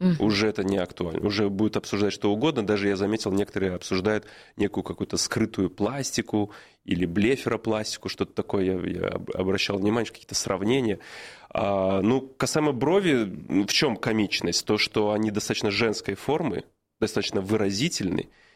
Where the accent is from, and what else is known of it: Belarus; moved away as an adult